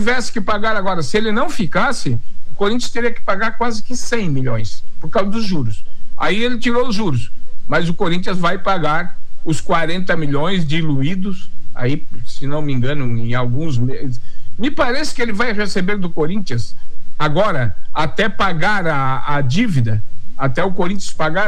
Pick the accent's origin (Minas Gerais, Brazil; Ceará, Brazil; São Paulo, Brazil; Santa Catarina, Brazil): Santa Catarina, Brazil; nós somos de Santa Catarina